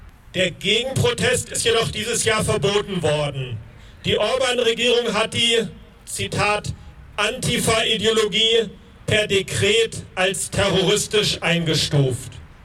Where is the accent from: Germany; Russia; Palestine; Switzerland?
Germany; Ich schäme mich als Deutscher dafür